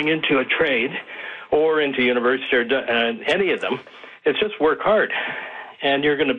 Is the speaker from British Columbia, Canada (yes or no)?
yes; Kelowna, British Columbia, Canada; moved away as an adult; also born or lived in Toronto; now in Alberta, Canada; I'm originally from British Columbia, the Okanagan. So I started out in Kelowna, and then I went to Toronto.